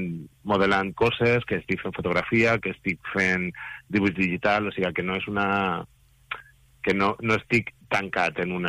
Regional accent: Guardamar del Segura, Valencian Community, Spain; moved away; en el meu poble, en Guardamar

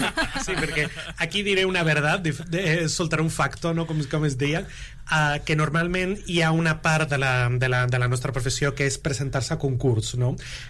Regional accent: Málaga, Andalusia, Spain; Per exemple, que jo sóc del sur, sóc d'Andalusia, de Màlaga concretament

